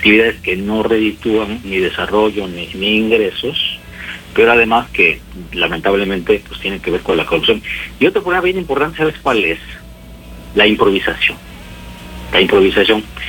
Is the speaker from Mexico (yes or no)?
yes; Tijuana, Baja California, Mexico; Por ejemplo, yo te soy uno de Tijuana. Mira, en Tijuana el municipio tiene al año 11,000 millones de pesos, ¿ok?